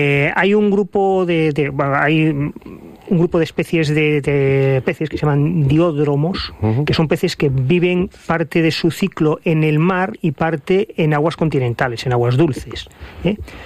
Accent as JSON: {"language": "Spanish", "town": "Gijón", "region": "Asturias", "country": "Spain", "said": "y sí las probamos, pues en Gijón, que es de donde soy, ¿no? En la zona de costa."}